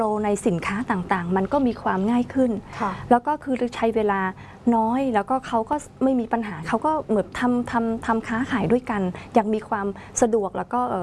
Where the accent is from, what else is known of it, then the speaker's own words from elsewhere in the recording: Cambodia; Thai is a second language; now in Thailand; เราก็เป็นนักเรียนทุนที่เคยเรียนมาที่นี่เรียนที่นี่หนึ่งเราก็เป็นคนกัมพูชา